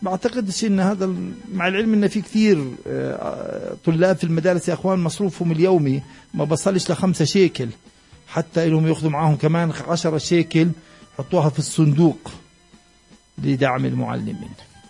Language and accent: Arabic; Palestine; لكن هذا هو واقعنا إحنا كفلسطينيين.